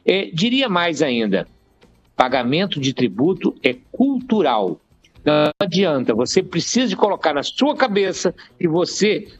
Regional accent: Brazil; Nós estamos morando no Brasil, somos brasileiros

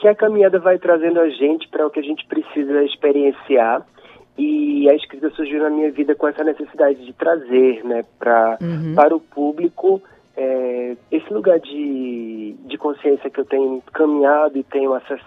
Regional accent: Recife, Pernambuco, Brazil; born there; moved away as an adult; now in São Paulo, Brazil; Eu sou de Recife, nasci de Recife, mas moro em São Paulo há 18 anos.

